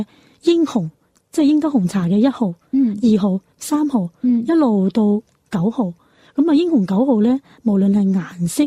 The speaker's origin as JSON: {"language": "Cantonese", "town": "Guangzhou", "region": "Guangdong", "country": "China", "said": "我哋广州人"}